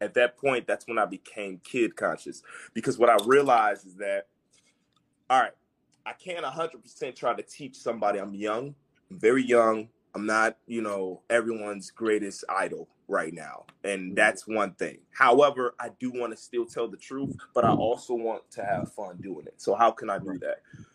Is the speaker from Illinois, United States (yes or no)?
yes; Chicago, Illinois, United States; I'm from Chicago, man.